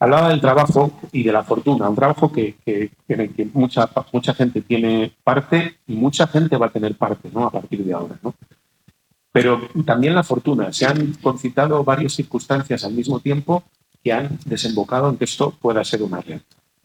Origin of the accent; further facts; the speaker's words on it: Valladolid, Castile and León, Spain; mi tierra, con Valladolid